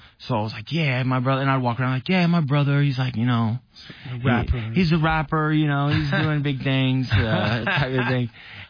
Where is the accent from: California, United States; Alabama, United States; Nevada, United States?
Nevada, United States; Las Vegas; now in Washington, United States; But I wasn't born in Washington. I was born in Las Vegas. Vegas, first 17 years, born and raised in Las Vegas.